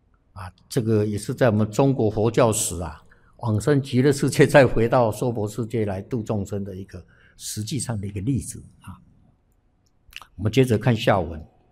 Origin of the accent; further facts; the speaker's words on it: Taiwan; 我们台湾这边